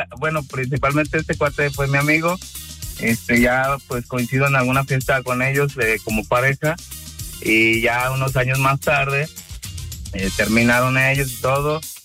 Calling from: León, Guanajuato, Mexico; De León, Guanajuato.

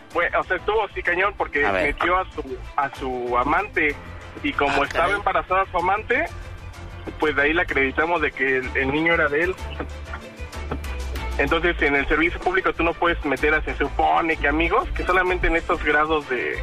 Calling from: Coyoacán, Mexico City, Mexico; Soy tu vecino … de aquí de Coyoacán, por Avenida México y Londres.

